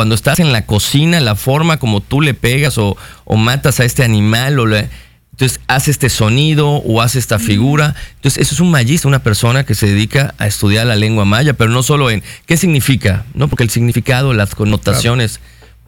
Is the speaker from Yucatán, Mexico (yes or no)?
yes; Yucatán, Mexico; como yucatecos no sabíamos